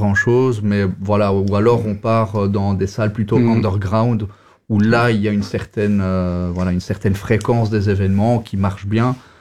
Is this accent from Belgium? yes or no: yes; Ottignies-Louvain-la-Neuve, Wallonia, Belgium; born there; now in Namur, Belgium; moi je suis né à Otigny.